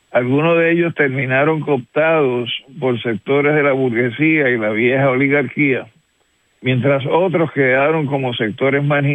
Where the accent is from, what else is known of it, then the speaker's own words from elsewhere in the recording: Puerto Rico; Como puertorriqueño, sin embargo, a pesar de los cambios habidos dentro del gobierno sandinista